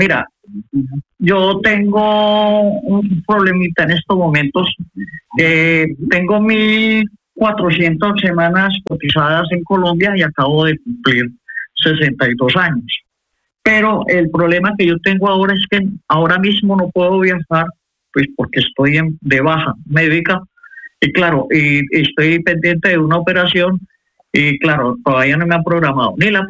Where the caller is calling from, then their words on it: Valencia, Valencian Community, Spain; de Valencia.